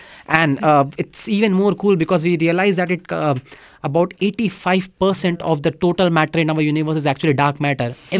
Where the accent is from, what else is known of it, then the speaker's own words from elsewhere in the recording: India; Well, my path to astronomy was a bit unconventional, because I grew up in India.